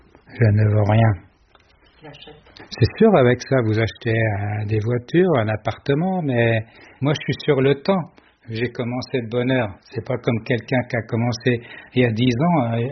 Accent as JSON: {"language": "French", "country": "France", "said": "il n'y a que lui chez nous en France, hein, il n'y a que lui."}